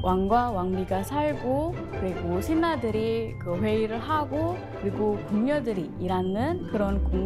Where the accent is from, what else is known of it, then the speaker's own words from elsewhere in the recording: Indonesia; Korean is a second language; now in South Korea; 저는 인도네시아에서 온